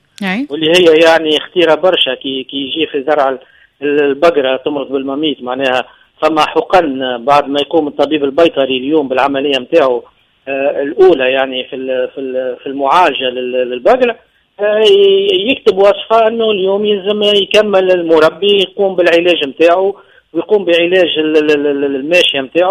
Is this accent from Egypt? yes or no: no; Tunisia